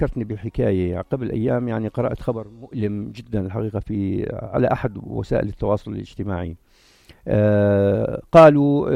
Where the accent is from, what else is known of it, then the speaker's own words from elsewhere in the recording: Jordan; اللي موجود عندنا بالأردن كثير مزور بالمناسبة